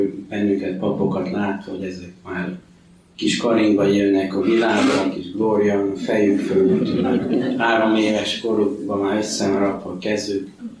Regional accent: Györköny, Tolna, Hungary; also born or lived in Paks; Egy kis faluban nőttem fel, Pakson születtem, de Paks mellett Györkönyben nőttem fel.

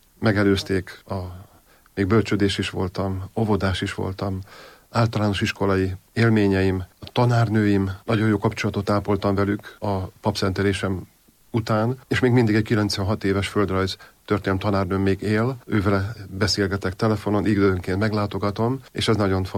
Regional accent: Budapest, Hungary; bár Óbudán születtem, 5 évvel, 6 évvel a születésem után átköltöztünk a 13. kerületbe, Árpád-hídpesti hídfőjéhez, és ott pedig a Szent Márton plébánia tagjaként töltöttem majdnem 10 évet

